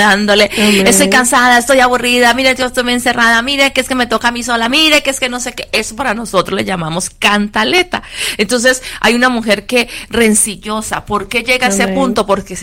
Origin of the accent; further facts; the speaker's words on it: Meta, Colombia; born there; Dios me le bendiga desde la ciudad donde yo nací, se llama Casillas Meta, en Colombia, desde allí está conectadita